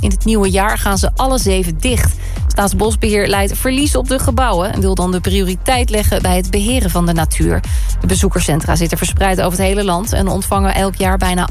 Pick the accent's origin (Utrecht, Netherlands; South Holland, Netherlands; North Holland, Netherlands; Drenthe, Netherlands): Utrecht, Netherlands; Nieuwegein; Ja, uit de natuur van Nieuwegein.